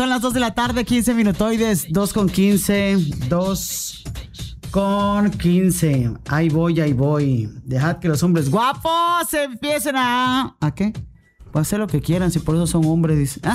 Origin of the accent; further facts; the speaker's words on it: Mexico; somos mexicanos